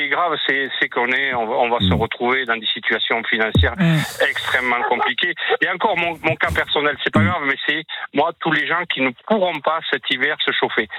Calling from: Occitanie, France; Non, j'habite en Lozère.

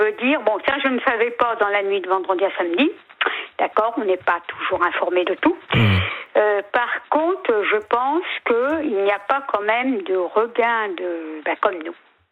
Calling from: Nouvelle-Aquitaine, France; Alors, je vous appelle à côté de Poitiers.

